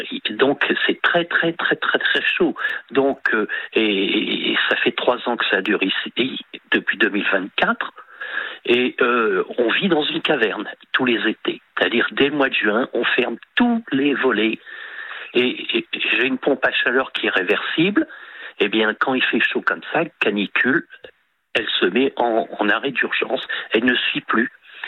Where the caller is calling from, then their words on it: Occitanie, France; j'habite un petit village au nord de Narbonne.